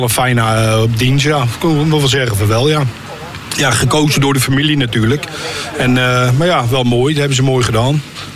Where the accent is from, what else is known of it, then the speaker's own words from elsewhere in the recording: Utrecht, Netherlands; Ja, dat kan je wel horen, ja. Ik kom van oorsprong uit de Schutstraat.